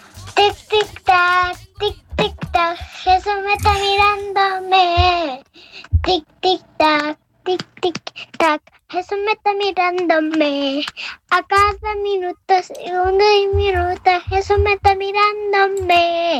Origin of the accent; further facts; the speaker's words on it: Talcahuano, Biobío, Chile